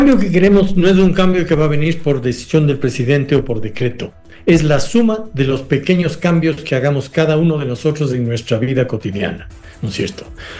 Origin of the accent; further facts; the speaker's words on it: Ecuador; En fin, ¿qué esperanza tengo si yo como ecuatoriano?